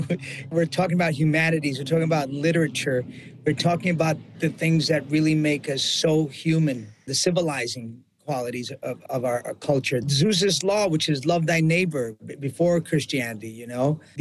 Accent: New York, United States; we felt erased as young Latino men growing up in New York in the 70s.

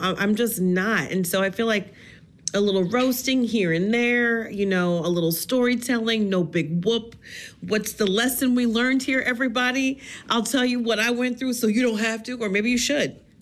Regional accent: New Jersey, United States; I'm from Jersey

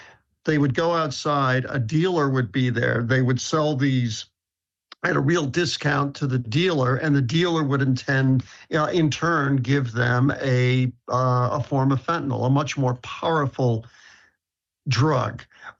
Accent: New York City, New York, United States; born or raised there

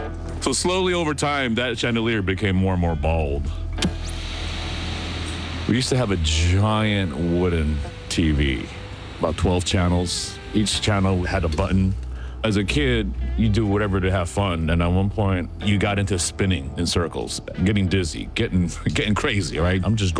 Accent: Houston, Texas, United States; I grew up in Houston, Texas. The house was built sometime in the 70s.

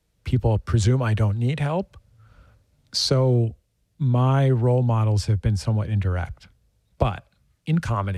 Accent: San Francisco, California, United States; it was in the Mission where I had grown up. I don't remember how he knew that. Maybe he just knew that I was from San Francisco.

